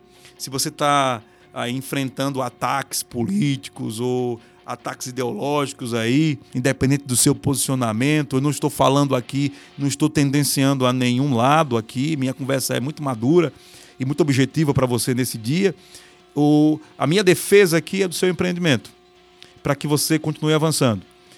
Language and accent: Portuguese; Brazil; eu também sou brasileiro